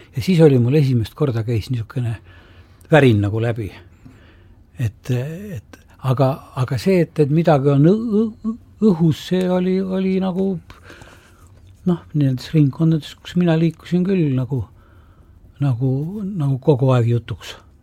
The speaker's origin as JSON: {"language": "Estonian", "town": "Tartu", "region": "Tartu County", "country": "Estonia", "tie": "born or raised there", "also_born_or_lived": "Siberia", "said": "Minu ema oli Siberis, ma ise olen sündinud seal. Mu vanaonu on maha lastud, mu onu on maha lastud ja ma kasvasin arstide perekonnas Tartus ja seal valitses küll niisugune Eesti aegne meeleolu."}